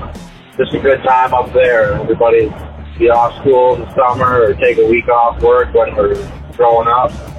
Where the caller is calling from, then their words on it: Michigan, United States; We live in Michigan.